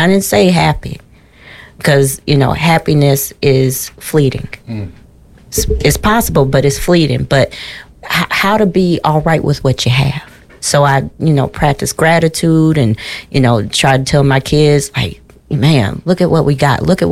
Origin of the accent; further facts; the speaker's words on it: the South, United States; Growing up in the South, there was no computer. There was not a cell phone.